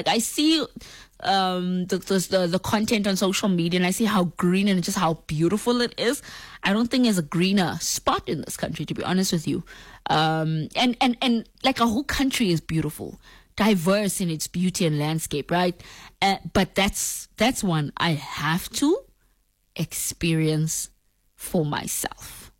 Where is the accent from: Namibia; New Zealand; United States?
Namibia; Lüderitz, ǁKaras; it's probably my hometown, number one, Luderitz, down south, because it's in such a corner. There's one way in, one way out.